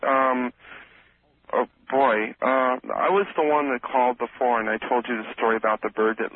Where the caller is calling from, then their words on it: Fremont, California, United States; I'm calling from Fremont, California.